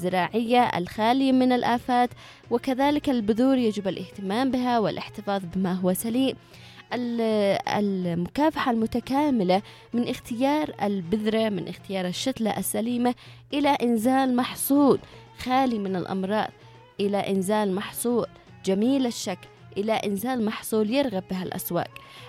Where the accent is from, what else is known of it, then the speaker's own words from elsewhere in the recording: Yemen; عندنا في اليمن بيئة متنوعة